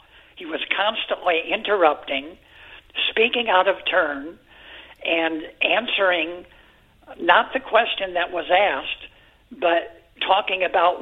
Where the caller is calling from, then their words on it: Donahue, Iowa, United States; I'm from Donahue.